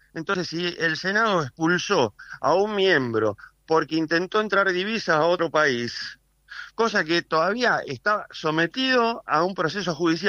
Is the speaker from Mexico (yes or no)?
no; Río Negro, Argentina; Pero también yo soy de Río Negro